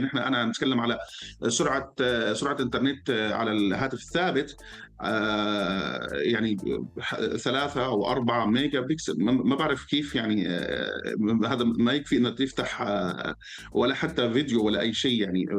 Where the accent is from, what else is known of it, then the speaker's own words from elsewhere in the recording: Syria; أو أنا كمواطن سوري فيني أعتبر ممكن هذه المنافسة تكون بالنسبة لي هي فرصة صراحة